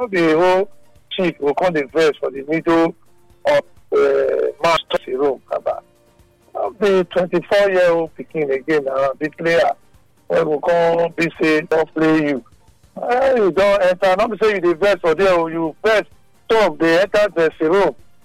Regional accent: Benin; I come from Benin.

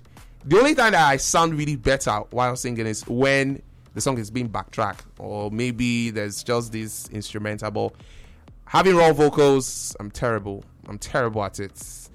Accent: Delta, Nigeria; I'm from Delta State, so I have a big heart.

